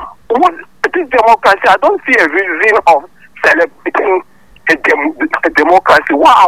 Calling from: Pankshin, Plateau, Nigeria; I'm calling you from Jiblik, sir.

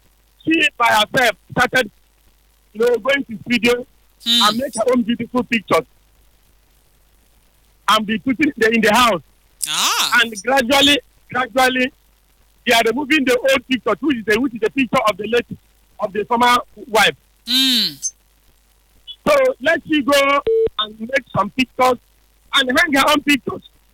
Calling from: Port Harcourt, Rivers, Nigeria; calling from Port Harcourt.

